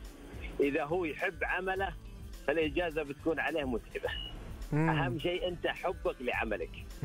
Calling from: Riyadh, Riyadh Province, Saudi Arabia; من الرياض

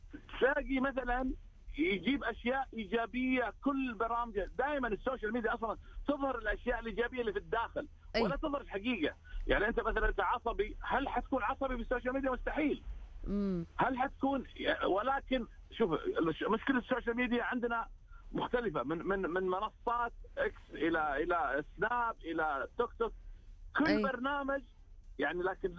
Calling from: Riyadh, Riyadh Province, Saudi Arabia; من الرياض

